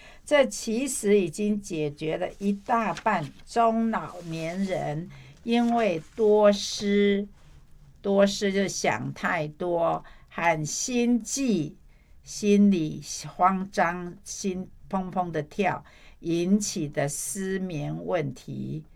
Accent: China; 在我们中国人的传统的观念里，水就代表着财富，也代表着生命的根基。

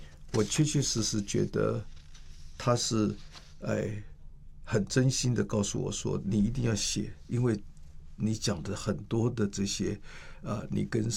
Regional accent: Taipei, Taiwan; 比如说我是一个台北出生台北长大的小孩

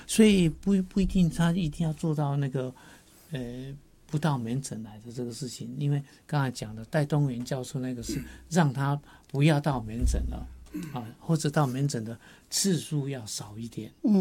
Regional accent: Taiwan; 我们台湾人啊

